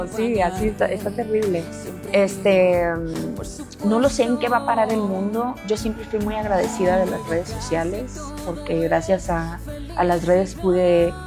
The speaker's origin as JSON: {"language": "Spanish", "region": "Sonora", "country": "Mexico", "tie": "born there", "also_born_or_lived": "Phoenix, Arizona, United States", "moved": "yes", "said": "siempre pienso en Sonora. Y en Phoenix, también crecí en Phoenix, parte de mi vida estuve en Arizona."}